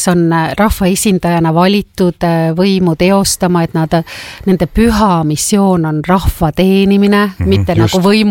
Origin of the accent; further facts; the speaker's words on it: Tallinn, Harju County, Estonia; ma olen ju tallinlane.